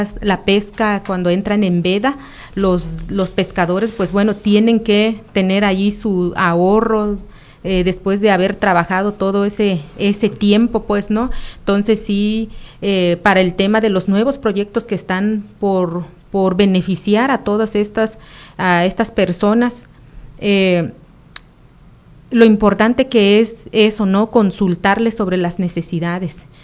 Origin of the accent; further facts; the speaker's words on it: Nayarit, Mexico; somos del municipio del Nayar, yo en lo personal del municipio del Nayar, y mi familia, mis hijos, pues de acá de la presa de Aguamilpa